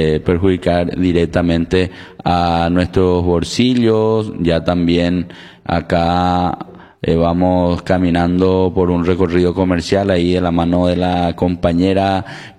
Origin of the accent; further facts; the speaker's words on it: Paraguay; nuestra idiosincrasia como paraguayo es la de ser carnívoro prácticamente al 100%.